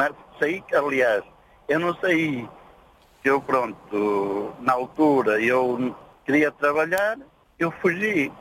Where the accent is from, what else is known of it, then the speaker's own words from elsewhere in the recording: Monte Coelho, Nampula, Mozambique; Sou moçambicano.